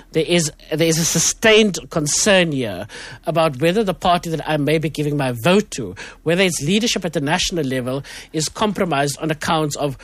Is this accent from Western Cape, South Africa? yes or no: yes; Cape Town, Western Cape, South Africa; moved away; I come from Bontheville, where gang violence was an everyday lived reality. I no longer live there, but I know it all too well.